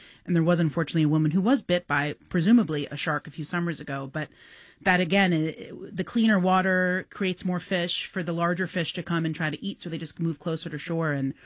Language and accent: English; New York City, New York, United States; Growing up in Rockaway at what some might say was the downturn of the peninsula.